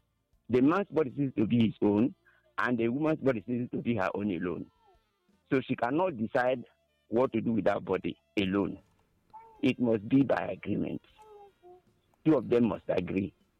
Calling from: Ebonyi, Nigeria; from Ebonyi State.

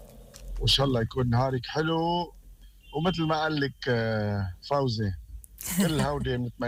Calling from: Batroun, North Governorate, Lebanon; من ابو صفية البترون وسمعين.

